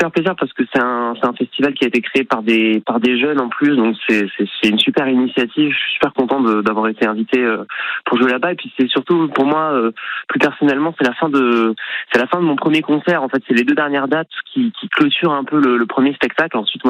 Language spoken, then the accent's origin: French; Nouvelle-Aquitaine, France; Tarnos, c'est vraiment juste à côté de là où j'ai grandi, donc je connais plein de gens dans ce coin-là.